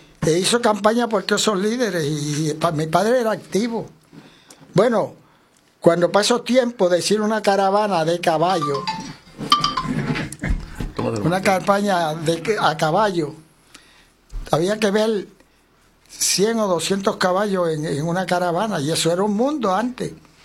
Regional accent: Puerto Rico; nuestra idiosincrasia de como puertorriqueños que somos.

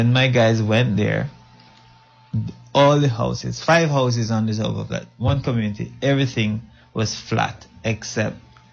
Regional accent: Jamaica; now in Cayman Islands; I'm from Jamaica originally.

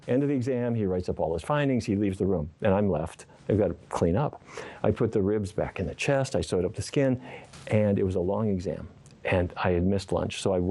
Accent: Fargo, North Dakota, United States; I grew up in Fargo, North Dakota, and it was cattle country for me and my grandpa.

